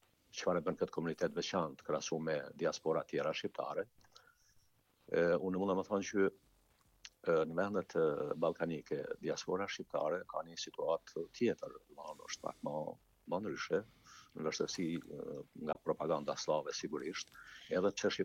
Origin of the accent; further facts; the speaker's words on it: Deçan, Peja District, Kosovo; nga Komuna Deçanit, tu kom marrë në Zarë me studiu e historinë e artit